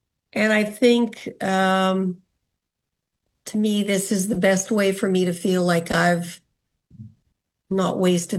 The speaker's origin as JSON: {"language": "English", "town": "Winnipeg", "region": "Manitoba", "country": "Canada", "moved": "yes", "said": "Growing up in Montreal and growing up in Winnipeg are probably at the opposite ends of the spectrum."}